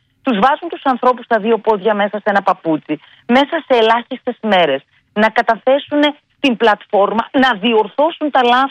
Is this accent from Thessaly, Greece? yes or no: yes; Thessaly, Greece; είμαι από τη Θεσσαλία και το ξέρετε, η εκλογική μου περιφέρεια είναι ο νομός της Λάρισας. Η οικογένειά μου είναι αγροτική